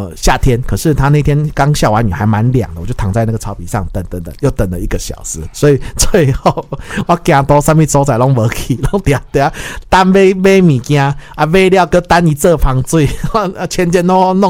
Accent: Taiwan; 这个单岛人很难想象，我们台湾人很需要说哦，台湾被世界看见嘛。

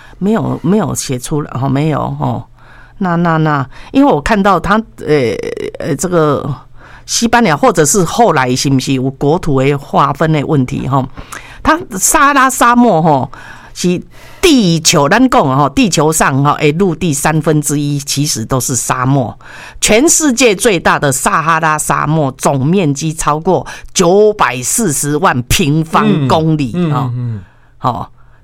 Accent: Taiwan; 我们台湾人

